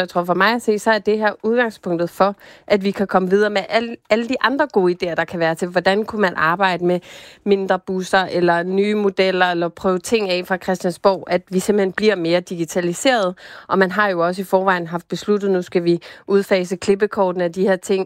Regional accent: Bornholm, Capital Region of Denmark, Denmark

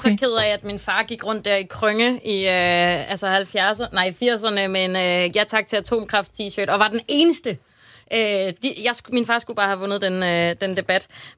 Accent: Zealand, Denmark; Altså nu er jeg selv fra Lolland Falster, der står for oversvømmelser, og der skal vi selvfølgelig lave klimatilpasning

